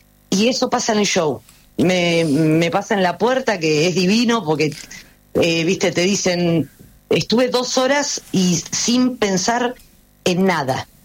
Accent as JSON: {"language": "Spanish", "region": "Buenos Aires Province", "country": "Argentina", "said": "me fui al conurbano bonaerense, donde soy yo"}